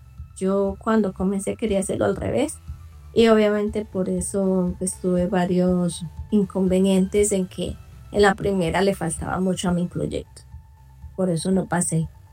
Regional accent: Cúcuta, Norte de Santander, Colombia; Yo estudié en la Universidad Francisco de Paula Santander en Cúcuta, soy cucuteña.

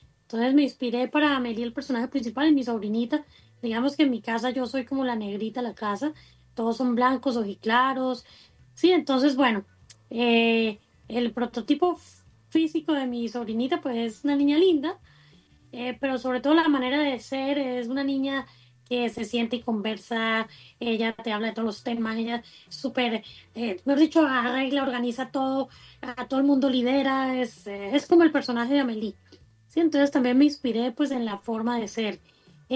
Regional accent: Chinácota, Norte de Santander, Colombia; born there; Eso, Chinacota, la casita bonita del norte de Santander. Mi pueblo, bueno, el pueblo donde nací porque no es mío, pero Chinacota es un municipio que dentro del departamento norte de Santander ha sido famoso.

